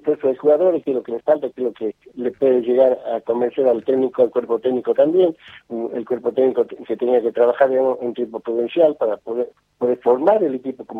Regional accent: General Güemes, Salta, Argentina; yo como soy de Güemes

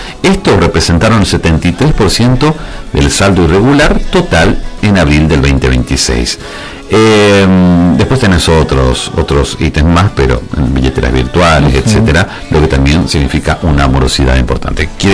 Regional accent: Argentina; cómo estamos como argentinos

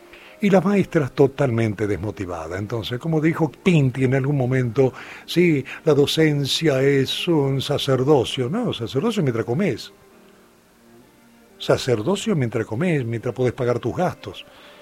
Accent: Argentina; lo que yo estoy diciendo como ciudadano argentino

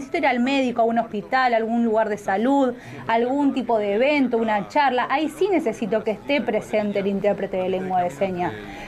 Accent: Argentina; en realidad somos todos argentinos

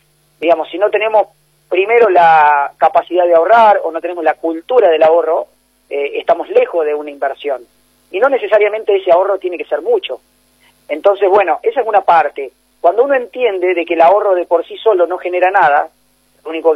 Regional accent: Melo, Córdoba, Argentina; Yo soy oriundo de Melo, tengo 47 años. Me desempeño como productor agropecuario hace más de 20 años en la zona

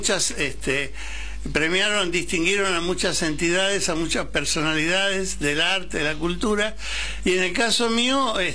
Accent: San Antonio de Areco, Buenos Aires Province, Argentina; now in Quilmes, Argentina; yo soy de San Antonio de Areco, soy quilmeño por adopción.

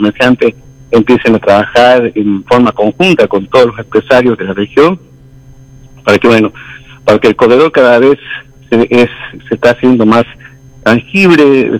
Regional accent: Argentina

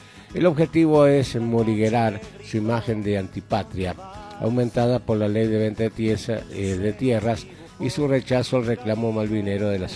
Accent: Argentina; para mí el país a seguir somos nosotros los argentinos.

